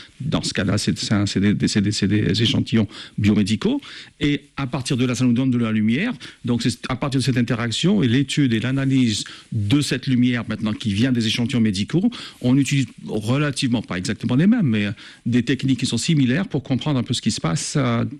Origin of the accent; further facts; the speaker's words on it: Algeria; moved away as an adult; also born or lived in England; now in United States; j'ai fait toutes mes études en Algérie. Je suis algérien. J'ai fait tout mon parcours universitaire jusqu'à un DES, un diplôme d'études supérieures, avant de partir d'abord en Angleterre